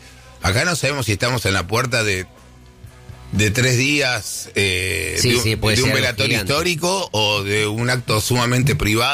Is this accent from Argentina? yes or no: yes; Argentina